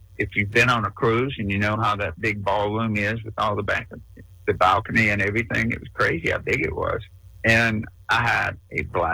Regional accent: Alamance County, North Carolina, United States; born or raised there

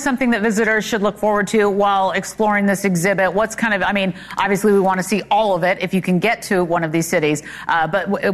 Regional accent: Sacramento, California, United States; Sacramento, my hometown

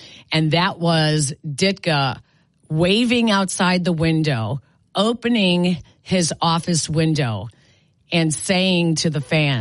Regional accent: Chicago, Illinois, United States; Well, I'm actually from Chicago, but I work for ESPN in Bristol, Connecticut

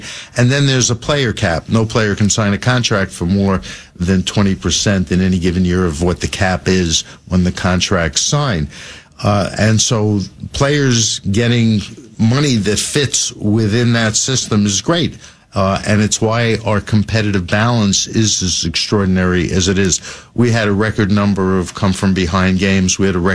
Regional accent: New York, United States; You know, growing up in New York, you had to... all the majors.

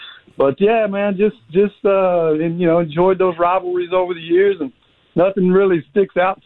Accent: Texas, United States; born there; also born or lived in New Castle, Pennsylvania; now in Georgia, United States; Grew up in Texas though. My parents divorced and we moved to Texas. Daddy moved to Texas to go work in the oil business, and so I grew up in Texas.

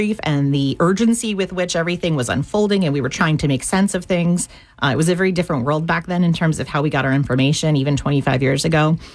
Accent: Union County, New Jersey, United States; but I grew up in Union County, which is a lot closer

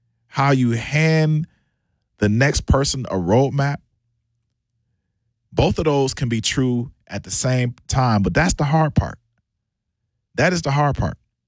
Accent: United States; I'm an American citizen, I'm here.

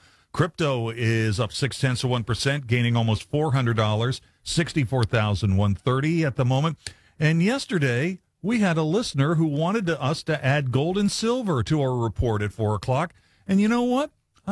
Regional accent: Ravenswood, West Virginia, United States; I've felt this way about them since growing up in Ravenswood and dealing with my classmates who cheered for them.

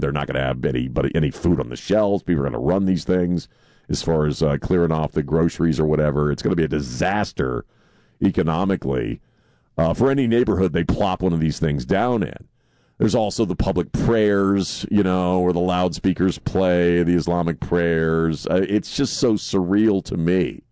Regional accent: Maryland, United States; I didn't grow up in the West, I didn't grow up in the Southwest, I grew up on the East Coast, outside of Annapolis.

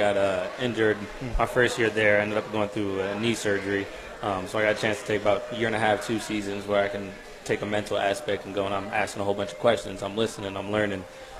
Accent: Oceanside, California, United States; now in Winchester, United States; I was born and raised in Oceanside. So okay. Oceanside is where I'm from. I was born and raised there, but Winchester is where I currently live.

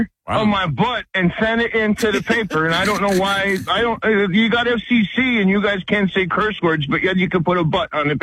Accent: Wilkes-Barre, Pennsylvania, United States; I'm from Wilkes-Barre, Scranton, awesome.

